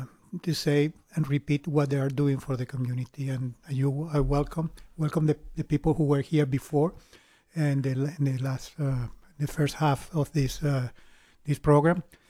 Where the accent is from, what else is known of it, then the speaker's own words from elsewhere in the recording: Venezuela; moved away as an adult; now in Austin, United States; I am originally from Venezuela, so I came here back in 2006